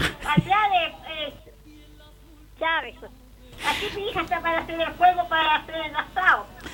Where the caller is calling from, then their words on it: Cato, Ñuble, Chile; estoy llamando aquí de Cato.